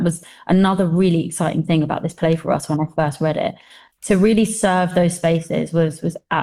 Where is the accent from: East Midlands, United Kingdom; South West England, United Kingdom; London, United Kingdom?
London, United Kingdom; And I definitely went to them growing up in East London.